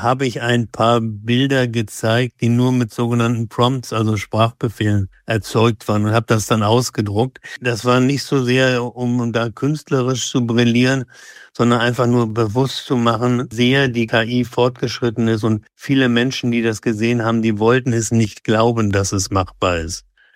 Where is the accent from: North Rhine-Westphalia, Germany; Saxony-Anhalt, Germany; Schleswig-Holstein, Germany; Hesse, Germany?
Schleswig-Holstein, Germany; Großhansdorf; Wir hatten bei uns in dem Ort Großhansdorf bei Hamburg, wo ich aufgewachsen bin, da hatten wir einen Glasmaler